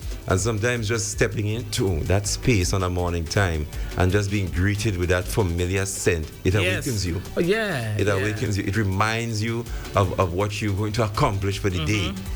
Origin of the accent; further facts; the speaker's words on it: Trinidad & Tobago; growing up in Trinidad